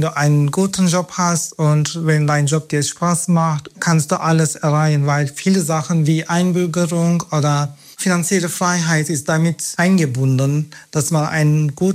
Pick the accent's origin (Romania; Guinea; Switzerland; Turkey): Turkey; German is a second language; now in Germany; Viele meiner Freunde wohnen auch nicht mehr in meinem Heimatstadt, wenn ich dahin gehe.